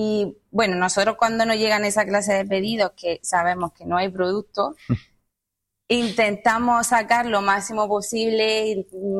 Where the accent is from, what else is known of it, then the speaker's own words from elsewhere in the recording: Almería, Andalusia, Spain; born there; also born or lived in Brussels, Belgium; Me vine bien jovencita porque mi madre se vino a trabajar aquí porque ya tenía a su madre aquí, mi abuela.